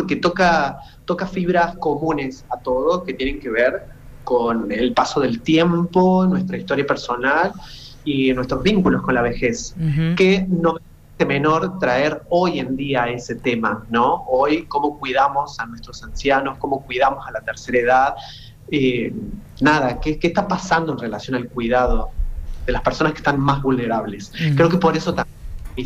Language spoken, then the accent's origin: Spanish; Argentina; Como sociedad argentina, es saber que nuestras raíces son como unas raíces un poco multiraciales, pluriculturales